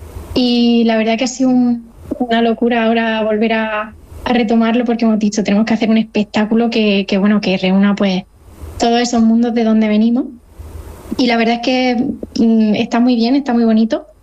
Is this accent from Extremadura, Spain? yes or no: no; Caravaca de la Cruz, Region of Murcia, Spain; Yo soy de Caravaca de la Cruz, o sea que somos zonas más o menos cercanas en cuanto a folclore.